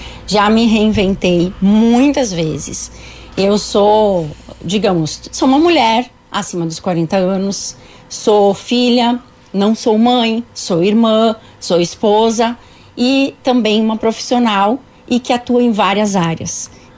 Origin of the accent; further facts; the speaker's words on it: Encantado, Rio Grande do Sul, Brazil; also born or lived in Porto Alegre / Vacaria; sou natural de Encantado. Eu nasci aqui, fiquei morando até um ano antes de me formar, daí fiquei um tempo, um ano em Porto Alegre, fazendo estágio. Voltei para Encantado